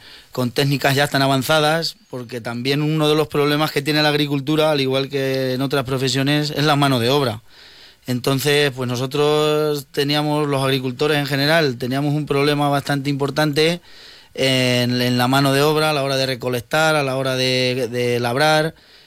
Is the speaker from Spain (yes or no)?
yes; Campo de Criptana, Castilla-La Mancha, Spain; nosotros somos desde Campo de Cristana